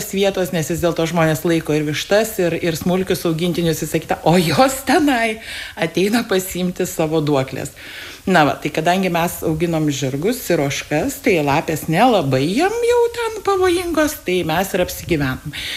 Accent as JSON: {"language": "Lithuanian", "town": "Kaunas", "region": "Kaunas County", "country": "Lithuania", "said": "aš tiesiog pamilau šio krašto gamtą ir ieškojau, kurgi apsigyventi, nes aš esu pati kaunietė."}